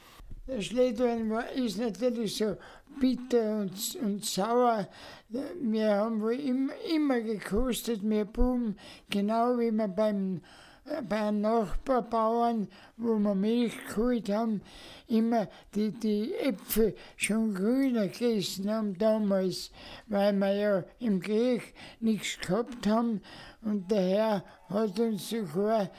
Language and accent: German; Innsbruck, Tyrol, Austria; Ich bin auch in Innsbruck direkt am Waldrand aufgewachsen